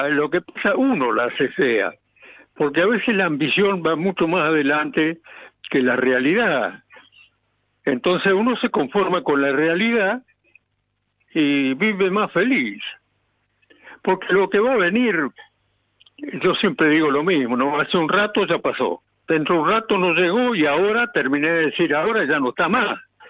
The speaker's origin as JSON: {"language": "Spanish", "country": "Argentina"}